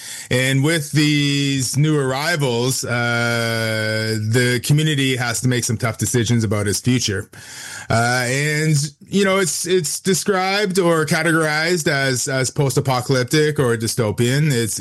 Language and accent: English; Wasauksing First Nation, Ontario, Canada; now in Sudbury, Canada; I currently live in Sudbury, Ontario, and I am originally from Wasauksing First Nation. That's on Georgian Bay near Parry Sound, Ontario. I'm of Anishinaabe and Canadian descent.